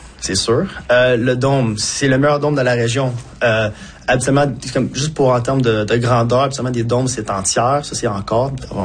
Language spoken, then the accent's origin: French; Cantley, Quebec, Canada; born there; also born or lived in Toronto; Je viens de Cantley, ben, je suis né à Toronto, j'ai vécu 30 ans de ma vie à Cantley, à côté du Québec évidemment.